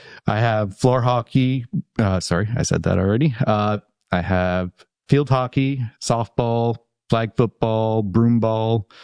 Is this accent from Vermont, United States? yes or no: yes; Burlington, Vermont, United States; I'm a local. I grew up in Vermont, in the Burlington area.